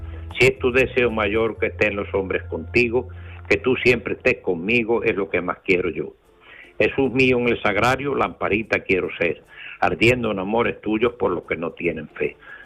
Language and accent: Spanish; Arroyomolinos de León, Andalusia, Spain; de Arroyomolinos de León, Huelva.